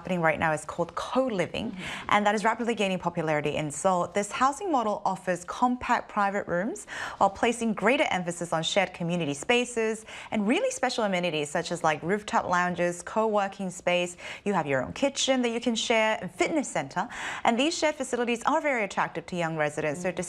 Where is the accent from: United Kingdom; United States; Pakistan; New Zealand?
New Zealand; moved away; I grew up in New Zealand, as you guys all know, so nature is a big part of my life. So still living in the city